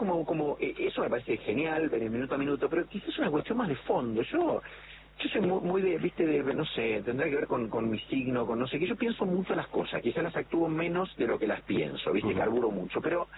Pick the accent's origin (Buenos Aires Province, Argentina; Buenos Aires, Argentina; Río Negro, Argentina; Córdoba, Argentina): Córdoba, Argentina; born there; En la ciudad de Córdoba.